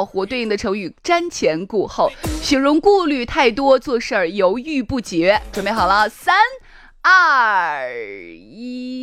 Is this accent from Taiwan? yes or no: no; Shaanxi, China; 我们陕西人